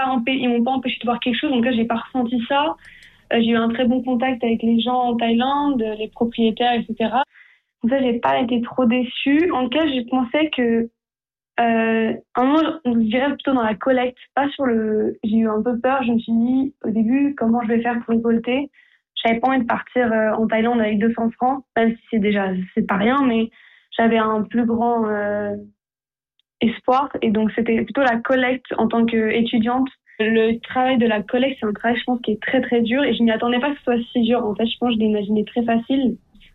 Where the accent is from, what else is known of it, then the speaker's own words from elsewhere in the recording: Switzerland; Donc, je voyais aussi donc l'impact d'un don étranger que nous, on peut avoir en tant que Suisse.